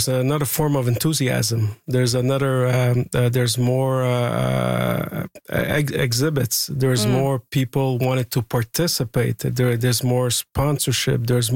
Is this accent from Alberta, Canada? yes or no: no; Montreal, Quebec, Canada; I was born on Dante Street in Little Italy itself, right across the church.